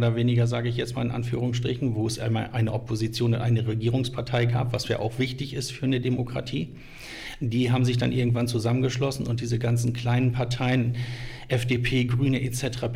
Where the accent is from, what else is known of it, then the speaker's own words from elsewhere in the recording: Wittmund, Lower Saxony, Germany; moved away as an adult; also born or lived in Essen / Solingen; ich bin ja in Wittmund geboren, muss man dazu sagen, aufgewachsen, war mal ein paar Jahre unterwegs, ne? Essen, Ruhr, Solingen und so weiter. Und es ist aber so, dass es doch meine Heimat ist letztendlich.